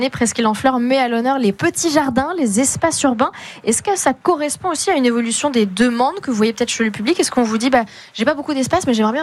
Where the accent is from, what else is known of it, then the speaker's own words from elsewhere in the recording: Pays de la Loire, France; je suis de la Sarthe.